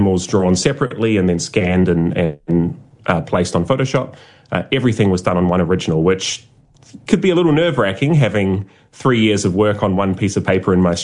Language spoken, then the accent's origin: English; South Island, New Zealand; now in Australia; I'm a Kiwi and I grew up in the South Island, of course, I worship mountains.